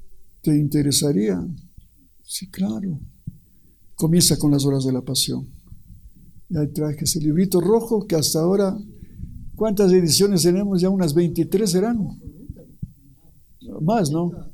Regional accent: Ecuador; mi pueblo ecuatoriano que es pobre.

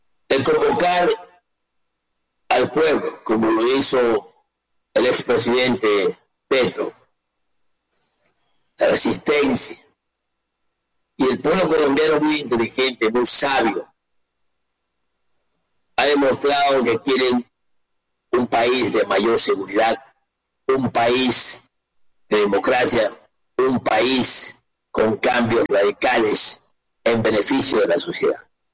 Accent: Ecuador; nosotros los ecuatorianos, partiendo de una óptica siempre oriental

